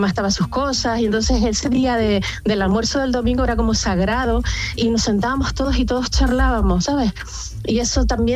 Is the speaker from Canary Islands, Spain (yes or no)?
yes; Canary Islands, Spain; en mi caso, que soy de Canarias, pues hay muchas palabras canarias que yo le escuchaba a mi madre